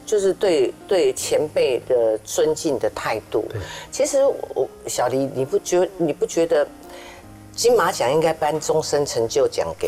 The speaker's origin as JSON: {"language": "Chinese", "country": "Taiwan"}